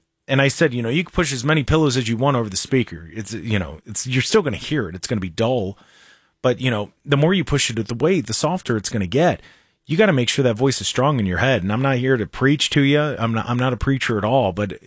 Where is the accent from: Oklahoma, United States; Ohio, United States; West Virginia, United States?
Ohio, United States; Lodi; I grew up in Lodi and like Southern Medina County, maybe it was like an old fashioned upbringing.